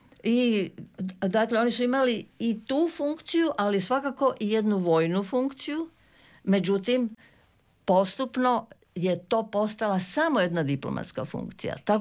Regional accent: Croatia

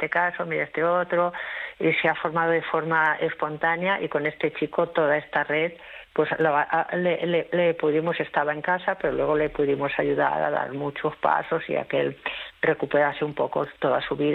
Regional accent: Badalona, Catalonia, Spain

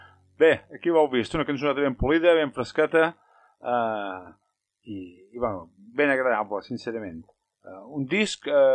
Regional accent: Menorca, Balearic Islands, Spain; la cultura menorquina, el que som els menorquins, el que feim

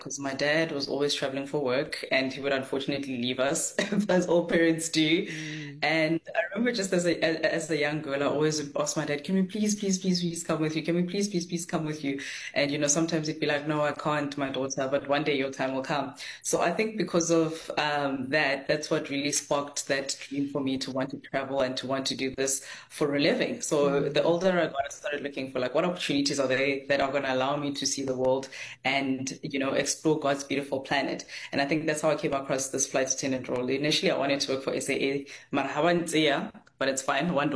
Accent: Pietersburg, Limpopo, South Africa; also born or lived in Pretoria; I was born in Limpopo, called Pietersburg. I'm a bit upset that they changed the name now

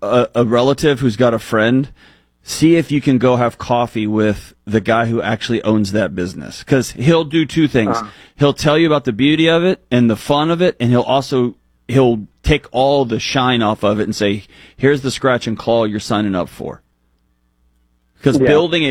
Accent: Texas, United States; now in Tennessee, United States; I'm in Tennessee, and I grew up in Texas.

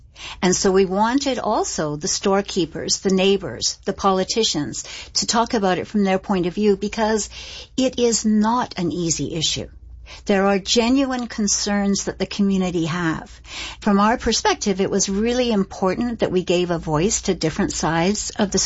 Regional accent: Canada; as a Canadian, I find it an embarrassment.

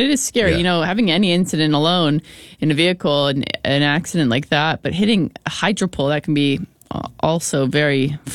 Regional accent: Sydney, New South Wales, Australia; now in Canada; Esquimalt always reminds me of my home of Sydney. I grew up in Sydney by the sea.

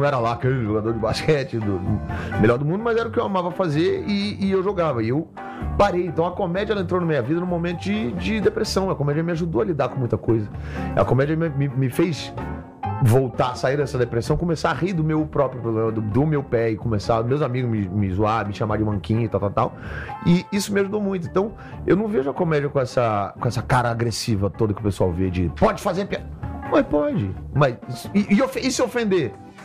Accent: Brazil; Eu sou humorista brasileiro.

